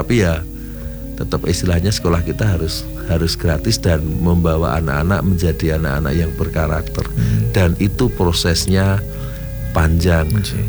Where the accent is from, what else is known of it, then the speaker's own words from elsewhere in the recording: Special Region of Yogyakarta, Indonesia; Apalagi kita diuntungkan sebagai orang Jogja, maka mari budaya kejogjaannya kita laksanakan, Jawanya kita laksanakan